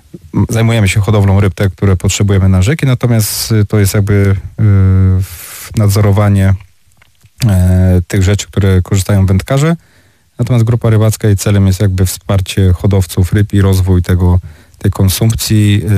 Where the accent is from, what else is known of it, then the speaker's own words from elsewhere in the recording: Gosławice, Greater Poland Voivodeship, Poland; now in Opole, Poland; ja nie pochodzę z Opolszczyzny, ja pochodzę z Gosławic, koło Konina, Wielkopolskie województwo i tam się urodziłem właśnie na hodowli ryb